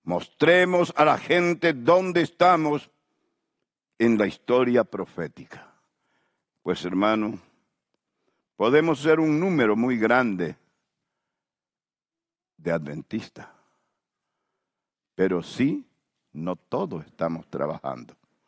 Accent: Santa Ana del Yacuma, Beni, Bolivia; moved away; also born or lived in Germany; Cuando ellos llegaron a mi pueblo, Santana y Yacuma

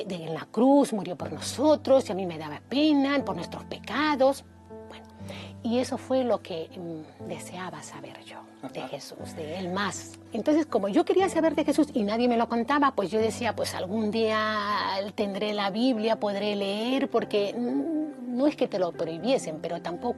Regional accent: Lima, Peru; Yo he nacido en Perú, en Lima, y bueno, pues eso, éramos cuatro hermanos, tres mayores, yo la única mujer y la menor, mi padre, mi madre, y vivíamos al costado de una iglesia católica

